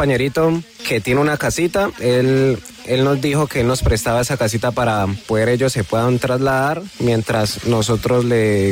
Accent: Dagua, Valle del Cauca, Colombia; yo soy dagüeño a morir

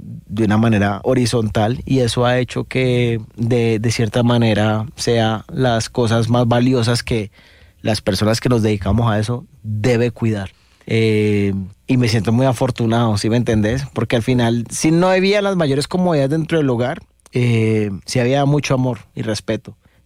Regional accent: Cali, Valle del Cauca, Colombia; Yo salí del San Luis Gonzaga, del barrio Granada, en al noroeste de Cali.

